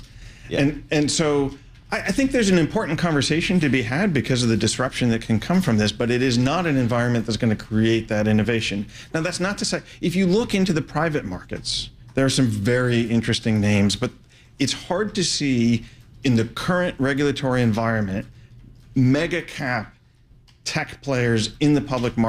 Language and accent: English; United Kingdom; I have to say, because we're British and not European anymore, right?